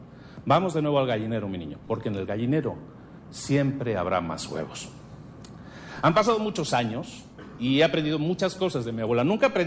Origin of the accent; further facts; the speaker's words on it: Barcelona, Catalonia, Spain; En Galicia, yo con 7 años, soy de Barcelona, pero los veranos los pasaba en Galicia. Y los pasaba con mi abuela.